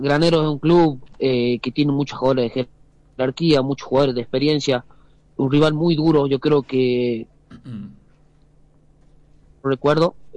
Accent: Concepción, Tucumán, Argentina; yo soy acá de Concepción, de la ciudad de Concepción, hice infantil inferior acá en Concepción

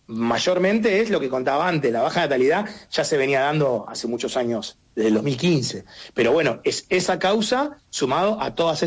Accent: Argentina; Argentina es un país atípico, como somos todos los argentinos

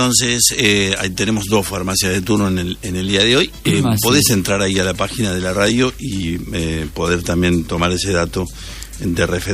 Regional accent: Bolívar, Buenos Aires Province, Argentina; somos varios de Bolívar.

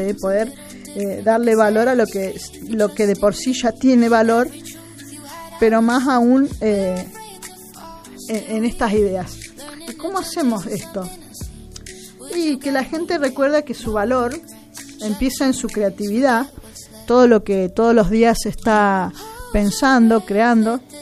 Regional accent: Argentina; ¿Cómo pensamos nuestra industria como argentinos, nuestra productividad, que no solamente es para nosotros, sino para el resto de la humanidad, que desde este lugar, desde Argentina, también podría exportar si hubiera más producción?

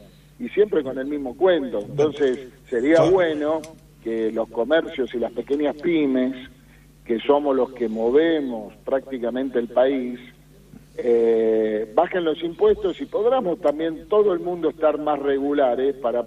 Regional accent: Argentina; Yo como comerciante y como ciudadano argentino, la verdad que a mí me da mucha tristeza todo lo que está pasando.

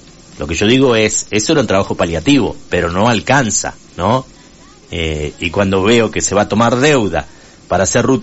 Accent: Entre Ríos, Argentina; now in Urdinarrain, Argentina; Pero yo vivo en Urdinarrain

